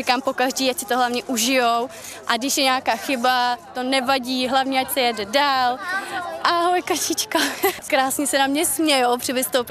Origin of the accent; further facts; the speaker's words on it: Lázně Bělohrad, Hradec Králové Region, Czechia; born there; narodila jsem se tady v Bělohradě.